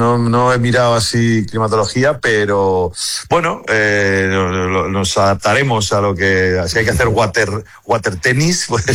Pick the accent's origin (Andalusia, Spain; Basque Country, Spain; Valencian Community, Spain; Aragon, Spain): Valencian Community, Spain; Valencia; soy de Valencia